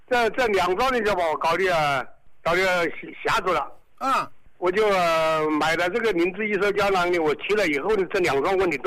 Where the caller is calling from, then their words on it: Xiantao, Hubei, China; 我是仙桃市啊，三虎潭镇的。